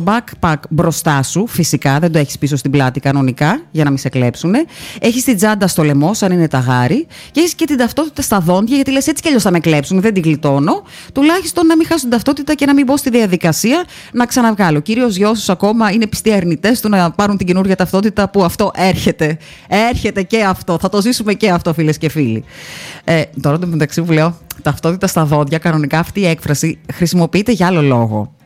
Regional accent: Karditsa, Thessaly, Greece; από τα μέρη μου, από την Καρδίτσα

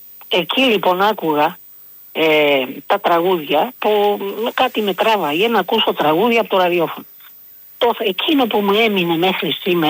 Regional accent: Agia Varvara, Greece; Ήθελα να σου πω κάτι που μου έμεινε από την Αγία Βαρβάρα, το χωριό μου. Ήμουνα το 44 γεννηθής, αλλά το 50 περίπου εκεί.

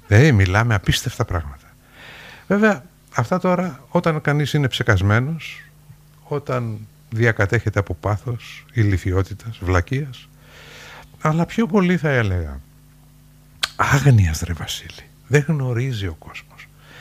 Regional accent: Greece; Ήταν η ντροπή που ένιωθα όταν έβγαινα στο εξωτερικό και όταν τους έλεγα ότι είμαι από Ελλάδα, γελούσανε.

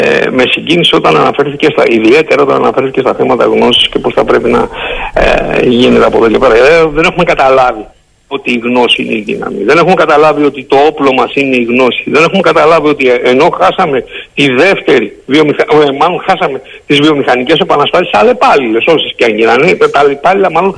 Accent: Greece

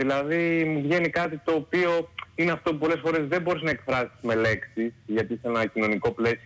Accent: Ioannina, Epirus, Greece; είμαι από τα Γιάννενα, όπως είπες. Μέσα στα βουνά μεγαλωμένος, ναι. Χωρίς ορίζοντα.

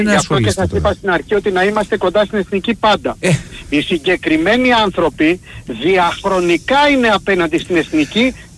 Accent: Northern Greece, Greece; γιατί είμαι βορειοελλαδίτης

